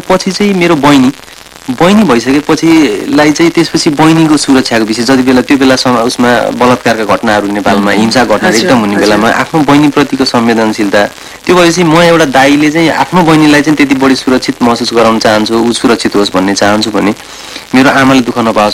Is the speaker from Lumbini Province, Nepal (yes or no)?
yes; Lumbini Province, Nepal; म चाहिँ नितान्त एकदमै गाउँमा कपिल वस्तुको पनि एकदम बोर्डर छेउको गाउँमा बस्ने भएको भएर मेरो घर नै त्यहीँ भएको भएर